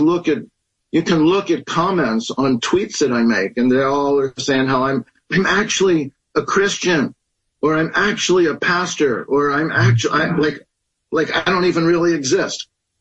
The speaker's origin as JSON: {"language": "English", "town": "Baltimore", "region": "Maryland", "country": "United States", "tie": "born or raised there", "said": "the worship place that we built in our town, for me it was Baltimore, that's our temple."}